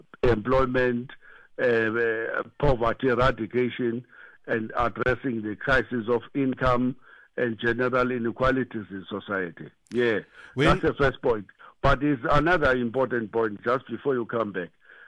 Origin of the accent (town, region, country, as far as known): South Africa